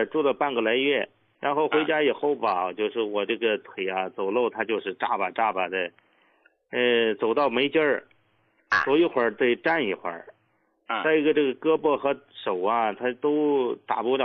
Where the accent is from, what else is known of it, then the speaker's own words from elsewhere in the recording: Liaoning, China; 嗯嗯，我家是辽宁的，我今年呢